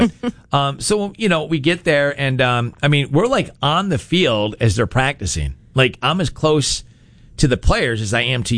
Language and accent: English; Rochester, New York, United States; I grew up in the Rochester area.